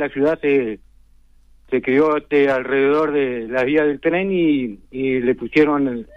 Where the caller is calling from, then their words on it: Young, Río Negro, Uruguay; Yo vivo en la ciudad de Yung.